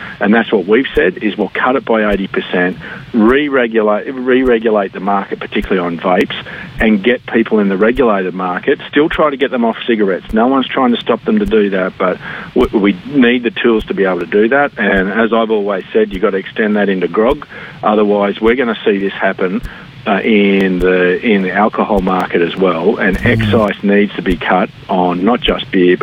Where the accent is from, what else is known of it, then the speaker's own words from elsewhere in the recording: Dalby, Queensland, Australia; my hometown Dalby